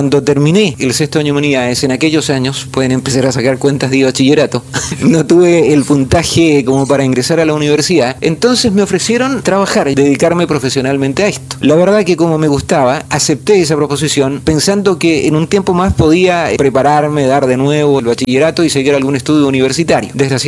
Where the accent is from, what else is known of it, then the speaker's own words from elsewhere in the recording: Los Andes, Valparaíso, Chile; moved away as an adult; also born or lived in Valdivia; now in Puerto Varas, Chile; cuando cursaba el quinto año de humanidades en mi ciudad natal, en los Andes